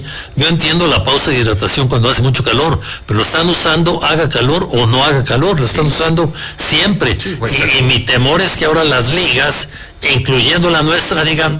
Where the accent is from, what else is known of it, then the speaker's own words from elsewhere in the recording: Mexico; los mexicanos yo no sé cuántos somos en Estados Unidos